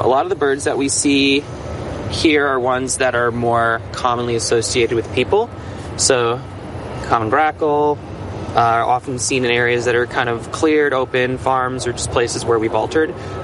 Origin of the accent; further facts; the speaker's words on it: New York, United States; I'm not from New York City proper. I'm from, like, a town that touches New York City